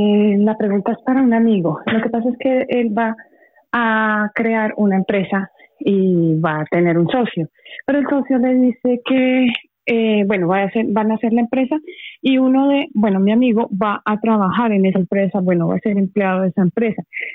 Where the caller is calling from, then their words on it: Madrid, Community of Madrid, Spain; de Madrid.